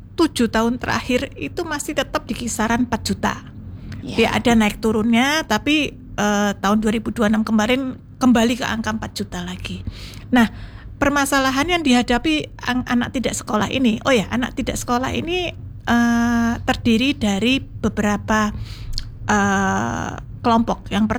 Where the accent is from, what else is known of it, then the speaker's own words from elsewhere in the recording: Mojokerto, East Java, Indonesia; born there; also born or lived in Jakarta; now in Surabaya, Indonesia; Kalau dulunya saya aslinya dari Mojokerto, Cakning.